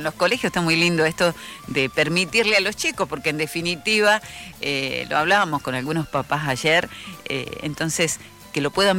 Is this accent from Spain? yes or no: no; Argentina; así somos los argentinos.